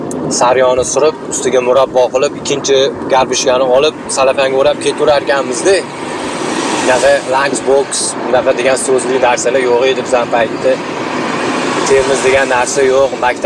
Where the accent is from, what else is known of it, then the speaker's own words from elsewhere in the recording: Tashkent, Uzbekistan; Sevzordanman.